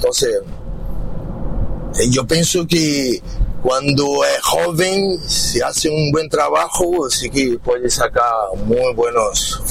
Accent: São Paulo, Brazil; moved away; yo soy de São Paulo, ¿no? Capital de Brasil, donde prácticamente mueve la economía de Brasil.

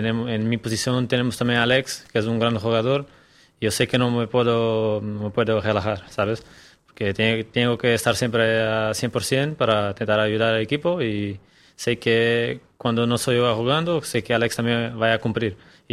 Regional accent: Algarve, Portugal; Spanish is a second language; Yo soy de sur de Portugal, Algarve, que es como un poco como aquí, como Almería, la temperatura, mucho calor también, una ciudad muy pequeña también, eso es muy parecido.

